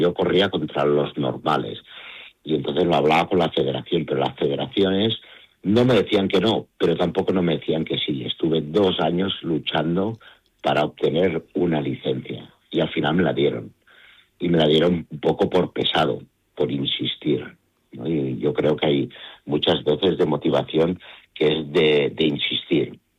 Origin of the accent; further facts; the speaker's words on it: Andorra; estaba yo, pues con 18 años en los hospitales en Barcelona, y ellos, justamente con que somos de Andorra, pues estudiaban todos en Barcelona.